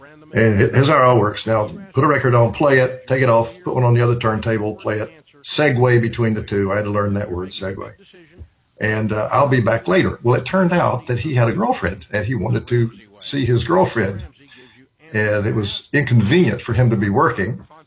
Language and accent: English; High Point, North Carolina, United States; born or raised there